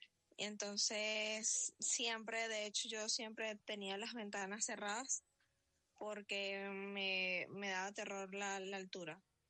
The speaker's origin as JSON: {"language": "Spanish", "town": "Caracas", "region": "Capital District", "country": "Venezuela", "said": "Yo soy de Caracas, nací en la clínica Loira."}